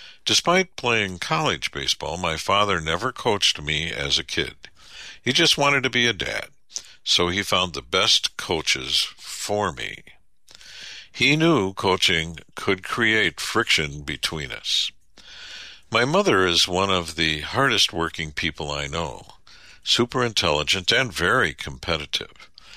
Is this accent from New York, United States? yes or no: no; Albuquerque, New Mexico, United States; I grew up in Albuquerque, New Mexico, where we lived in a one-story brown stucco house that had boulders and dirt in the backyard.